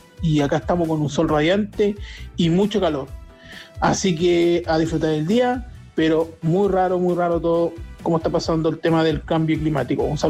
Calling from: Caldera, Atacama, Chile; Un saludo desde la comuna de Caldera con un sol radiante

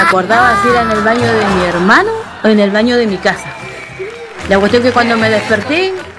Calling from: Ancud, Los Lagos, Chile; Hablo de acá de Ancudo.

